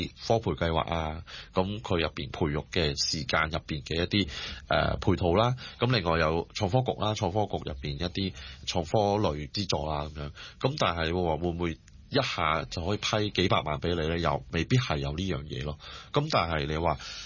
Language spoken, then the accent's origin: Cantonese; Hong Kong; 因為喺香港，譬如咁我喺香港，我喺香港長大啦，咁我最熟悉喺香港